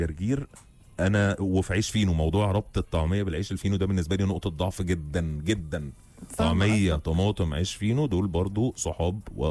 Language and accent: Arabic; Cairo, Cairo Governorate, Egypt; طيب مساء الفل، انا من القاهره ورايح الشرقيه